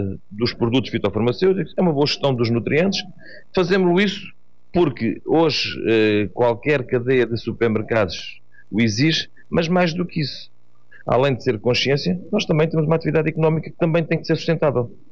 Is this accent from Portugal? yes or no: yes; Portugal; Sou da Barreira Alva, há 42 anos ligado diretamente à agricultura